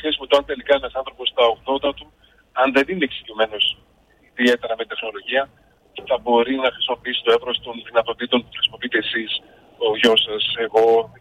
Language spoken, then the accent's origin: Greek; Trikala, Thessaly, Greece; γεννημένος και μεγαλωμένος στα Τρίκαλα